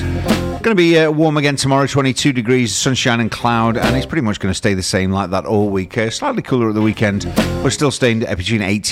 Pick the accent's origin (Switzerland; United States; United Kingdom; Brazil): United Kingdom; Stoke-on-Trent, West Midlands; I was born and bred in Burslem, so I'm pretty, you know, centre of the known universe, as it is, the centre of England.